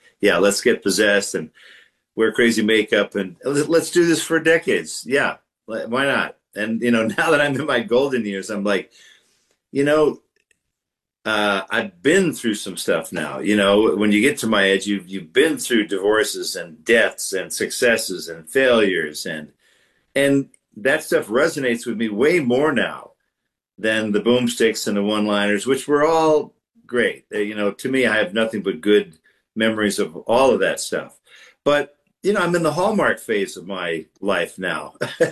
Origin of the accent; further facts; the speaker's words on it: Detroit, Michigan, United States; I'm from the Detroit area.